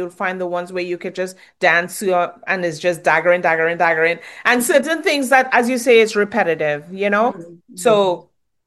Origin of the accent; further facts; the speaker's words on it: Trinidad & Tobago; accent: Trinidadian; I had to say it in my Trinidad accent, right? Always have this thing with Trinidad and Jamaica. Trinidad and Jamaica. I mean, Trinis, I know we love dancehall